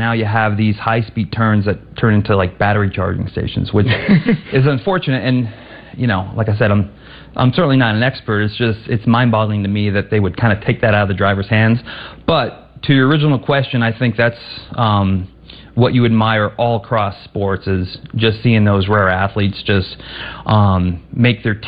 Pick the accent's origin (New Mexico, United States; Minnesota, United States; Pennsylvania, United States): Pennsylvania, United States; born or raised there